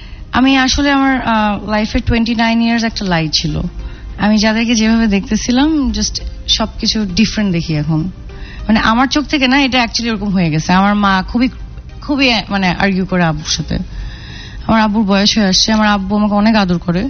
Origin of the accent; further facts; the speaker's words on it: Mohammadpur, Dhaka Division, Bangladesh; now in Chandipur, Bangladesh; আমি মোহাম্মদপুর স্থানীয়। জি, তো আমি এখানেই বড় হয়েছি মোহাম্মদপুরে